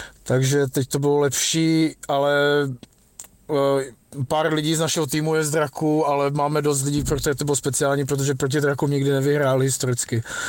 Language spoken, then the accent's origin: Czech; Ostrava, Moravian-Silesian Region, Czechia; now in Brno, Czechia; Já pocházím z Ostravy, ale jsem brněnský